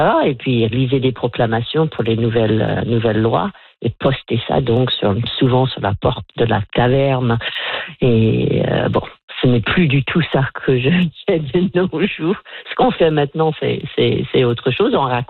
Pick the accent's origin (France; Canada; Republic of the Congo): Canada; Nova Scotia; born there; je ne suis pas née à Annapolis Royal. Je suis née en Nouvelle-Écosse, mais pas ici.